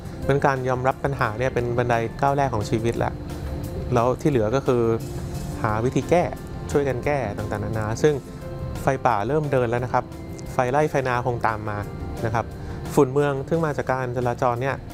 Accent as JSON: {"language": "Thai", "region": "Bangkok", "country": "Thailand", "said": "จริงๆแล้วเนี่ยเราเองคนกรุงเทพไม่ได้หมายความว่าเราจะยุ่งเฉพาะฝุ่นกรุงเทพนะ"}